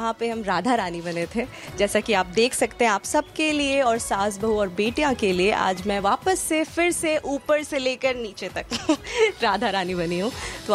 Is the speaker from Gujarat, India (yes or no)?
no; Muzaffarpur, Bihar, India; मेरी जैसी लड़की जो एक बहुत छोटे से टाउन से आती है बिहार में, मैं मुजफ्फरपुर से हूँ